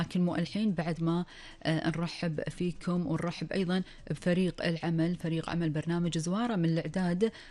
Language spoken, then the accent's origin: Arabic; Kuwait; لديرتنا الحبيبه الكويت